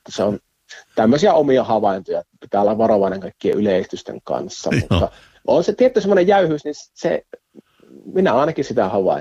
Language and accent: Finnish; Joensuu, North Karelia, Finland; moved away as an adult; now in Ähtäri, Finland; Joo, no Joensuusta olen kotoisin, että Joensuun poikia.